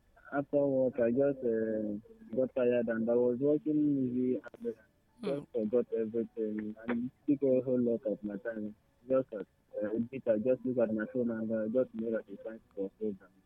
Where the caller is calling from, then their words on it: Ghana; I'm calling from Ghana.